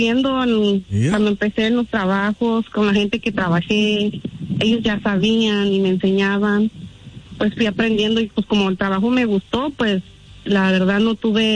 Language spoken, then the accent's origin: Spanish; Guanajuato, Mexico; now in Indiana, United States; Sí, soy de Guanajuato, perdón, y radico en Indiana.